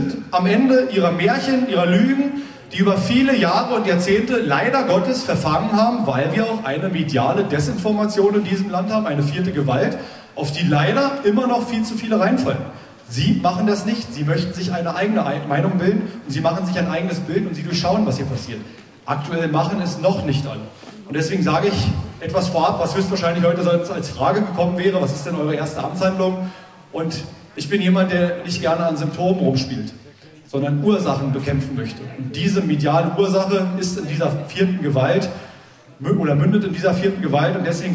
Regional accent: Tangermünde, Saxony-Anhalt, Germany; Ich bin Altmerker, ich komme aus Tangermünde.

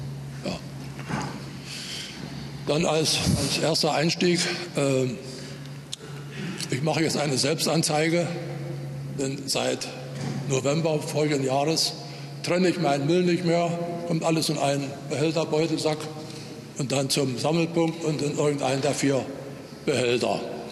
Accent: Merseburg, Saxony-Anhalt, Germany; Ich komme aus Merseburg Süd.

